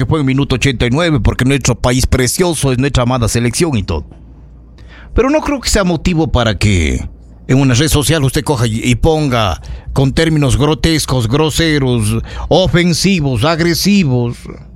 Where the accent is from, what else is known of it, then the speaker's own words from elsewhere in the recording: Ecuador; nosotros como ciudadanos ecuatorianos